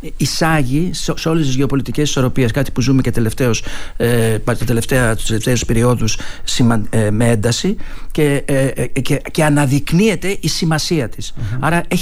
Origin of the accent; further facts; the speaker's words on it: Thessaly, Greece; also born or lived in Trikala / Karditsa; η καταγωγή μου είναι από τη Θεσσαλία, και μάλιστα μία συνιστόσα, να χρησιμοποιήσω αυτή τη λέξη, είναι από τη Τρίκαλα και άλλη από την Καρδίτσα.